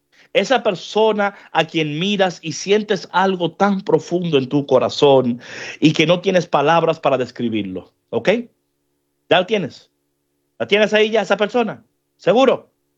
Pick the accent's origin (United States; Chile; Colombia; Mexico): United States; New York; born or raised there